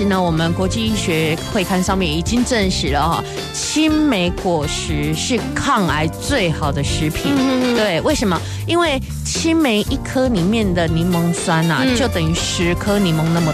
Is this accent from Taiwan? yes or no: yes; Taiwan; 其实我们台湾人最害怕的是什么？